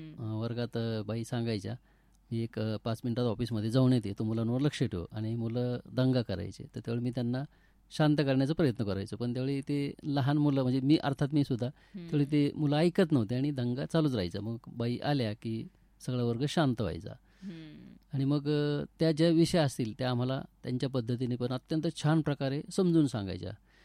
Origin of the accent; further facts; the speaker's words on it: Bhingar, Maharashtra, India; माझं बालपण भिंगारमध्ये गेलं आणि अत्यंत छानशा वातावरणामध्ये गेलं. मंदिर, राम मंदिर, विठ्ठल मंदिर, अशा ह्या वातावरणामध्ये भजनाचे स्वर ऐकू यायचे